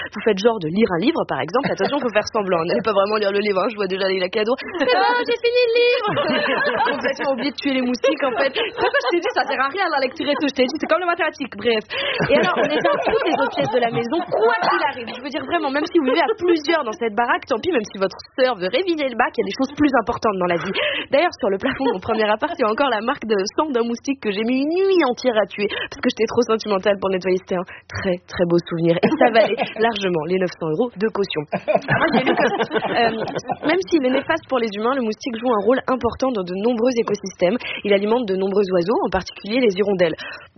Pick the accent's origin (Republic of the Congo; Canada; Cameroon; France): France; Réunion; parce que moi, j'ai grandi à La Réunion.